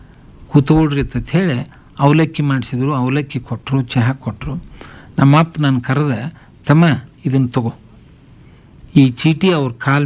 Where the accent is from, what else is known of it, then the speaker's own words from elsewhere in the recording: Karnataka, India; ನಮಗೆ ನಮ್ಮೂರು ಬನಟ್ಟಿ ಸಣ್ಣದ